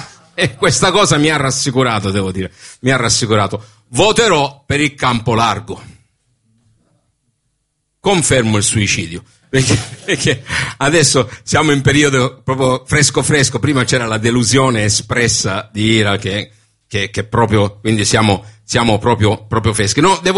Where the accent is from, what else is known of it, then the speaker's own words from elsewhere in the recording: Sicily, Italy; ho 59 anni, vengo dalla provincia di Siracusa, quindi sono... Un vecchio di merda. Sono anche siciliano.